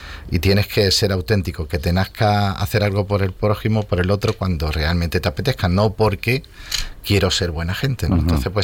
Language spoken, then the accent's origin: Spanish; Ceuta, Spain; moved away as an adult; now in Almería, Spain; Él es de Ceuta, yo soy de Ceuta.